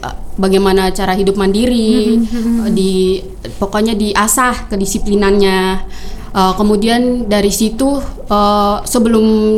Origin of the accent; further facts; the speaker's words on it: Jayapura, Papua, Indonesia; yang keterima dari provinsi saya ya, dari kota saya, kota Jayapura maksudnya ya.